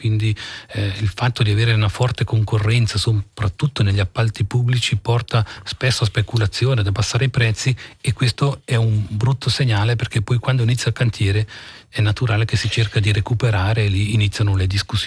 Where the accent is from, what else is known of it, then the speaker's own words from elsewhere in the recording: Piano di Peccia, Ticino, Switzerland; io sono originario del piano di Pecia